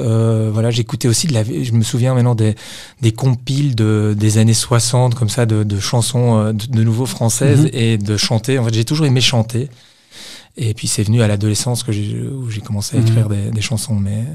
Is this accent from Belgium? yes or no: yes; Nivelles, Wallonia, Belgium; born there; also born or lived in Brussels / Paris; moi j'étais à l'école en secondaire à Nivelles.